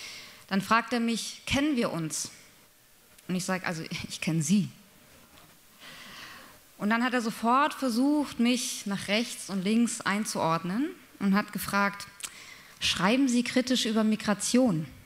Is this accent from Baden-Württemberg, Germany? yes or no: yes; Baden-Württemberg, Germany; Ich besuchte im Juli meine Heimatstadt. Ich komme aus einem kleinen schwäbischen Städtchen.